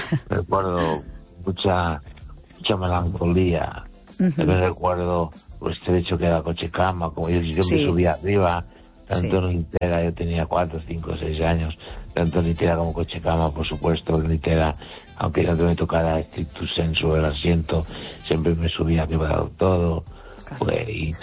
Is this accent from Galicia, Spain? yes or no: yes; Galicia, Spain; Y mi pueblo está a unos 9 kilómetros o 8 de Los Peares. Está en la altura de la montaña.